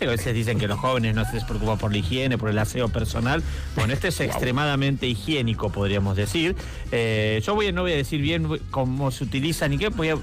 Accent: Argentina

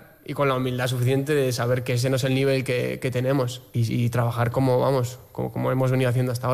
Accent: Basque Country, Spain; Encima yo soy de aquí, de Euskadi, y lo siento el Eibar como también un club muy especial

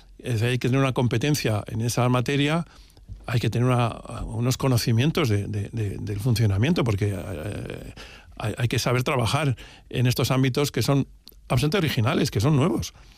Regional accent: Bilbao, Basque Country, Spain; moved away as an adult; also born or lived in Moscow / United States; yo llegué con una criatura, ¿no? sin recuerdos, ¿no? Y bueno, viví aquí y estudié aquí.

